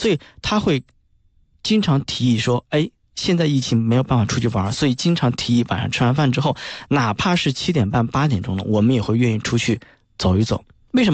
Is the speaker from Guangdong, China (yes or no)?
no; Hunan, China; 但是我是湖南人。